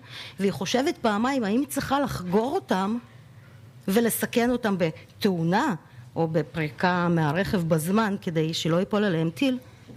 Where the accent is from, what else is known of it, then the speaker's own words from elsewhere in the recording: Turkmenistan; now in Israel; מטורקמניסטן, וההורים שלי הם ילדי אוקראינה.